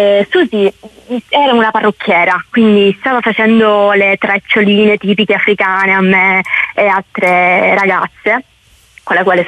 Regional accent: Catania, Sicily, Italy; born there; ho 25 anni e sono nata a Catania.

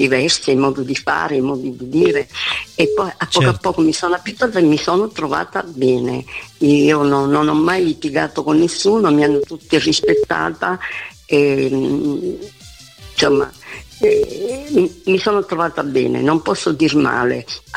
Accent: Sciacca, Sicily, Italy; born there; also born or lived in Lombardy; Sì, sì, a Sciacca. Quindi... Ho vissuto per 27 anni in Lombardia, sì. Però sono nata a Sciacca.

